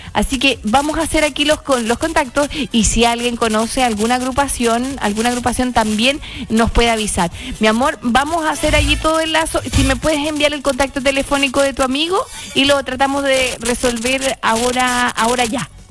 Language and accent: Spanish; Chile